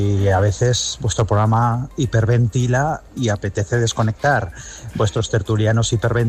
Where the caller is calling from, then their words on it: Aragon, Spain; Buenas tardes, aquí Aragón, escuchantes de Aragón